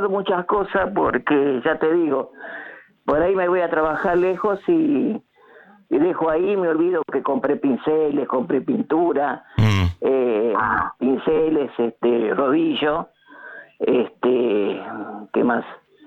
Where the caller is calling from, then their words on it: Castelar, Buenos Aires Province, Argentina; Estoy en la zona de Castelar y vendría a ser esto.